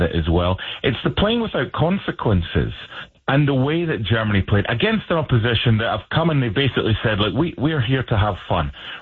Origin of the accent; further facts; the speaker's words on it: Scotland, United Kingdom; speaking as a Scotsman